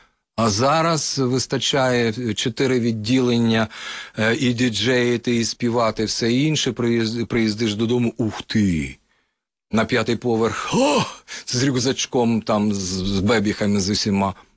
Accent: Kyiv, Ukraine; moved away as an adult; now in Brovary, Ukraine; Свого часу, як киянин, мені дуже було важко там прижитися.

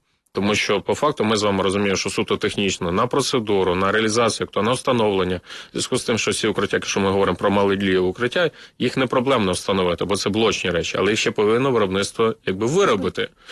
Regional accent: Kyiv, Ukraine; мене, як мешканця Києва

